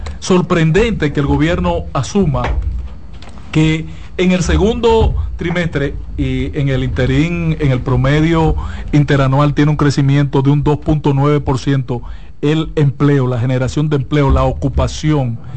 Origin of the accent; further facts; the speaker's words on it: Santiago de los Caballeros, Santiago, Dominican Republic; also born or lived in Barahona, Dominican Republic; Pero me formé y crecí en Santiago.